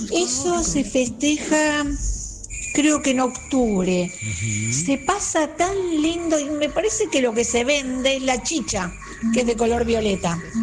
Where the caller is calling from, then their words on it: Buenos Aires, Argentina; de Almagro.